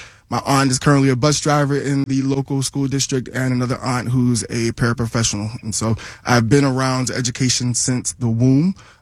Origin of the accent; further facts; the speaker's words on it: Hartsville, South Carolina, United States; now in Philadelphia, United States; I am originally from South Carolina, very small town, Hartsville. Shout out to the small town of Hartsville. But have been in Philadelphia for the past 11 years now, so given that I live in Germantown, Uptown, I think it's safe to say that Philadelphia is home.